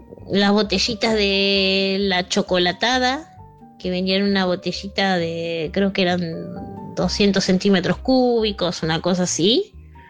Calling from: Caballito, Buenos Aires, Argentina; de Caballito.

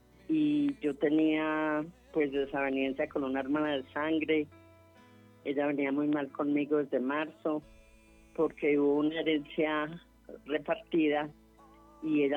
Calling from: Bogotá, Colombia

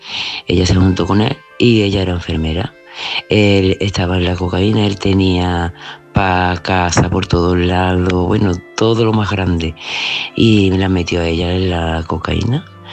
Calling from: Seville, Andalusia, Spain; Buenas noches, Patricia … de Sevilla.

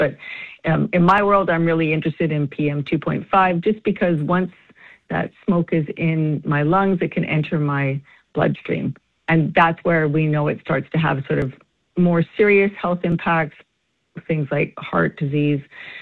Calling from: Vancouver, British Columbia, Canada; Here in Vancouver, I'm calling in from Vancouver, and I can definitely see the haze as well.

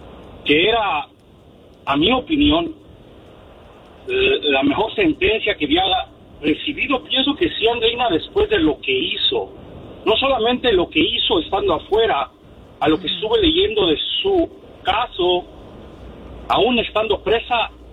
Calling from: Arizona, United States; Ahorita ando aquí en Arizon

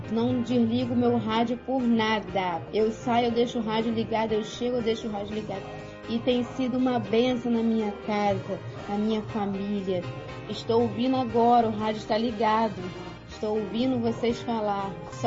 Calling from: São Gonçalo, Rio de Janeiro, Brazil; sou de São Gonçalo, Guaxindiba.

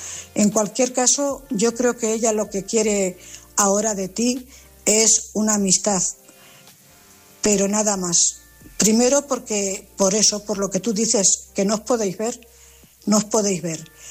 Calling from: Cuenca, Castilla-La Mancha, Spain; corresponsal de Cuenca.

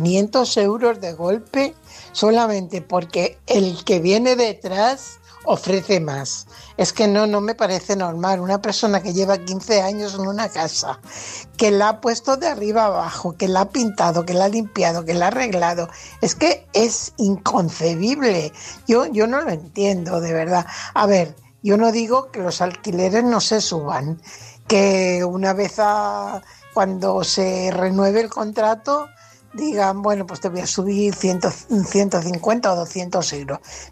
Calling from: Fuenlabrada, Community of Madrid, Spain

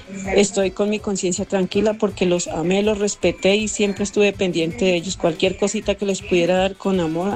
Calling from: Bogotá, Colombia; Vivo en Bogotá y ellos vivían en Planadas, Tolima.

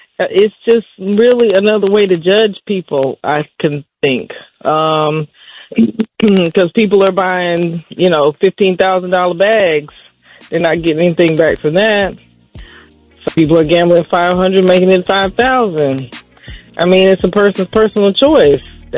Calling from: North Carolina, United States; I'm calling from North Carolina.

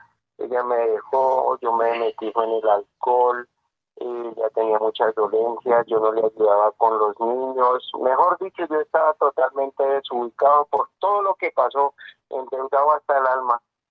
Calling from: Puente Nacional, Santander, Colombia; Aquí de Puente Nacional Santander

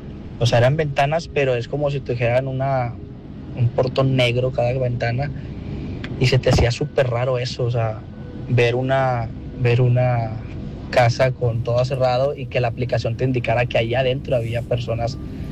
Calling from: Monterrey, Nuevo León, Mexico; Yo soy de aquí de Monterrey, aquí por Avenida Leones

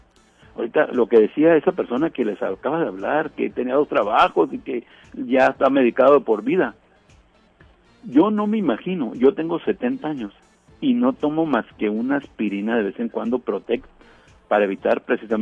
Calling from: Mexicali, Baja California, Mexico; Yo soy médico de profesión … vengo de Mexicali de vacaciones aquí en Ensenada

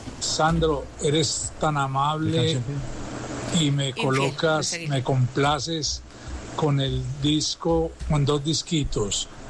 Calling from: Sabaneta, Antioquia, Colombia; desde la ciudad, del municipio de Sabaneta.

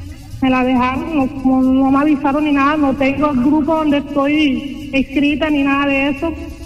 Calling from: Colombia; De aquí, el barrio de Prefabricada, Nuevo Chile.

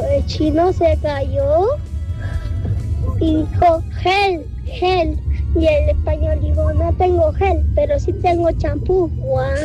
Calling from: Calama, Antofagasta, Chile; de Calama

